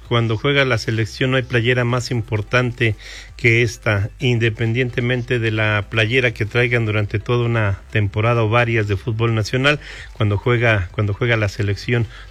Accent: Mexico; Es decir, no nos alcanzó a los mexicanos desde enero hasta

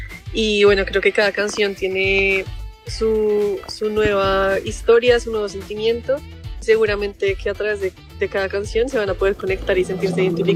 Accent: Bogotá, Colombia; Soy de Bogotá, de Colombia, como nos contaba Joan.

